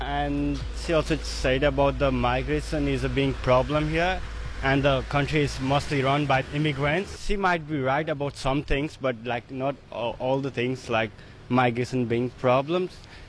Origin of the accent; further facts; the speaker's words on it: Nepal; English is a second language; so I just live in near the city. So I'm from Nepal.